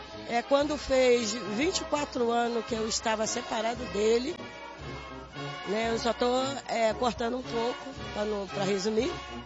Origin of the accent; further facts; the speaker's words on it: Jacarepaguá, Rio de Janeiro, Brazil; Eu vim de Jacarepaguá.